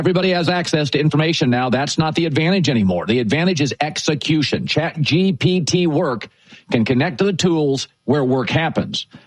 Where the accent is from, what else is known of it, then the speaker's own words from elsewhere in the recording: West Coast, United States; I mean, I grew up on the West Coast. Oregon, Washington was a huge game.